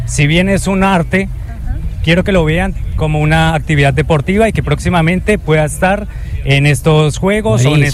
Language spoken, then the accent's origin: Spanish; Colombia; moved away as an adult; now in Rosario, Argentina; Soy de Colombia, llevo 3 años acá en la ciudad de Rosario